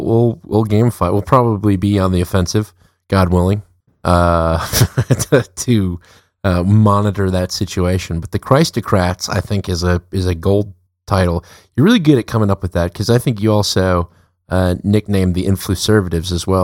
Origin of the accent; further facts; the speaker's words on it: the South, United States; accent: Southern; when you were clowning on my Southern accent